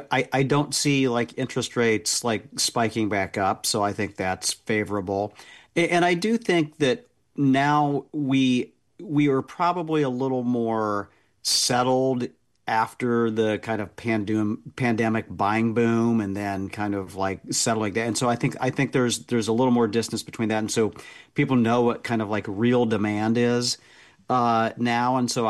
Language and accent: English; Indiana, United States; You know, I was just back in my home state of Indiana